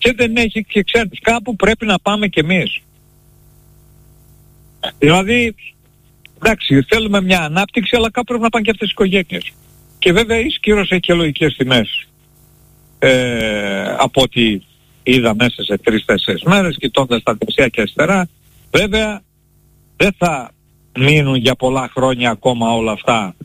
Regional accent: Greece; οι Έλληνες δεν είμαστε τουρίστες στον τόπο μας.

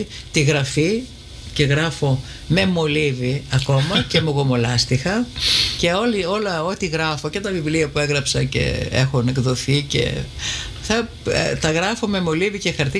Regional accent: Larissa, Thessaly, Greece; moved away as an adult; also born or lived in Athens; στην πόλη μου, στη Λάρισα που γεννήθηκα και μεγάλωσα

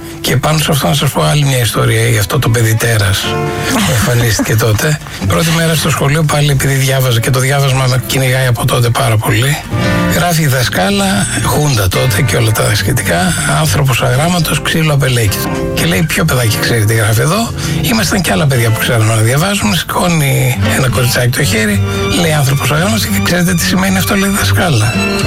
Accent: Thessaloniki, Central Macedonia, Greece; Θυμάμαι πάρα πολύ έντονα στην Θεσσαλονίκη, εκεί που μεγάλωσα, Αριστοτέλους και Τσιμισκή, ένα περίπτερο

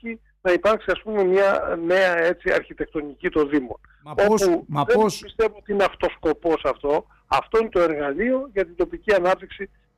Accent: Kapsala, Greece; γιατί όπως σας είπα κατάγομαι από τα Κάψαλα.

